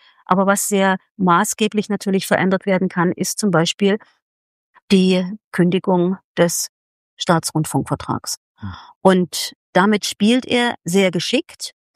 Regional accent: East Germany, Germany; now in Dresden, Germany; Wir haben das damals als Ostdeutsche nicht bemerkt, weil wir es nicht bemerken wollten.

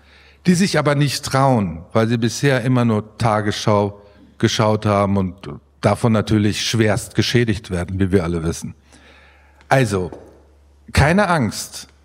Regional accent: Hagen, North Rhine-Westphalia, Germany; born or raised there

